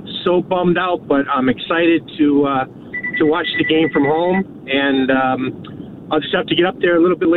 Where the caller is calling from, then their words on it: Massachusetts, United States; Yes, I am a certified masshole.